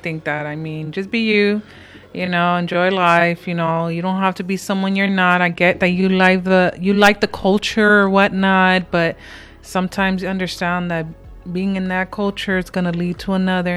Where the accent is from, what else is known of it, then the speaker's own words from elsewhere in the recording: Los Angeles, California, United States; I grew up in East LA, right?